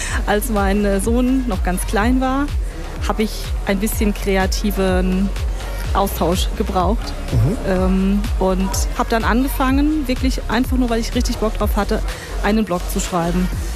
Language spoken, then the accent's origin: German; Rhineland-Palatinate, Germany; Ich komme aus der Vorderpfalz, so um Neustadt rum sind unsere Hauptecken.